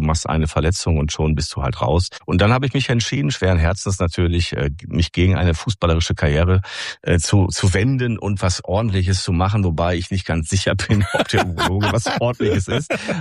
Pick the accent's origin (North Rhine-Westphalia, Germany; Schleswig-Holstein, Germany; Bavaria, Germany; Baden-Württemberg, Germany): North Rhine-Westphalia, Germany